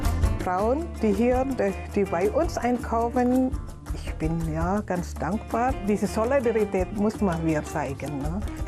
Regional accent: Indonesia; German is a second language; now in Chemnitz, Germany; Ich komme ursprünglich aus Indonesien. Ich bin seit 2004 in Chemnitz.

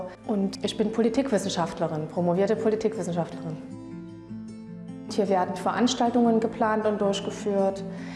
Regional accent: Saxony, Germany; now in Chemnitz, Germany; Ich bin 1987 geboren. Ich komme aus dem Südraum von Leipzig.

